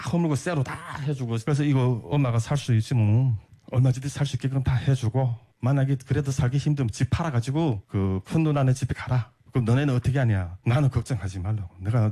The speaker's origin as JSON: {"language": "Korean", "country": "North Korea", "tie": "born or raised there", "lives_now": "South Korea", "said": "야 이거 북한에서 태어난 거 왜 이렇게 후회되고"}